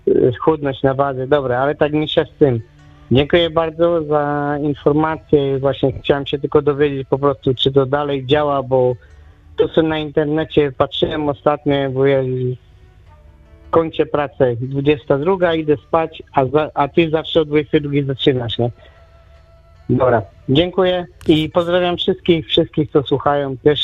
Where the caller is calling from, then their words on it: Ruda Śląska, Silesian Voivodeship, Poland; Ruda Śląska.